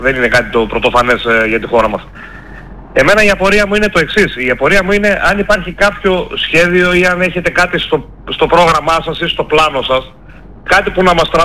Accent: Greece; εγώ θα ήθελα να μιλήσω σαν Έλληνα του εξωτερικού

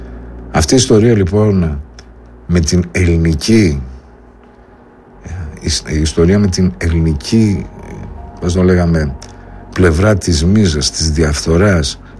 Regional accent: Greece; εμείς σαν Έλληνες πολίτες

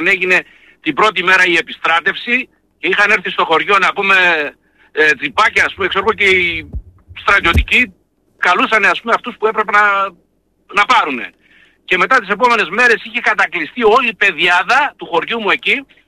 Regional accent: Eastern Macedonia and Thrace, Greece; Όχι γιατί είμαι Πόντιος, γιατί είμαι Έλληνας, εντάξει. Πρώτα είμαι Έλληνας και είμαι ποντιακής καταγωγής. Λοιπόν, και Θρακιώτης.

